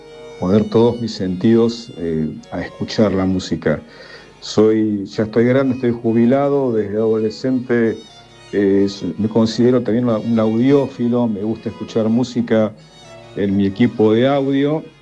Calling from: Vicente López, Buenos Aires Province, Argentina; de Vicente López.

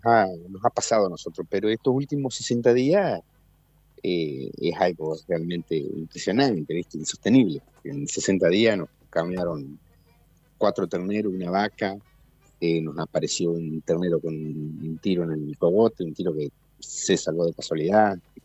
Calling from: Alcaraz, Entre Ríos, Argentina; somos de acá. En realidad somos de Alcaraz, vivimos en Alcaraz, no en Bodri.

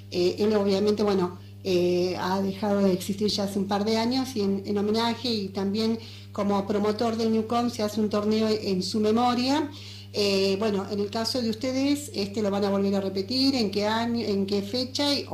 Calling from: Perito Moreno, Santa Cruz, Argentina; de Perito Moreno los saluda.

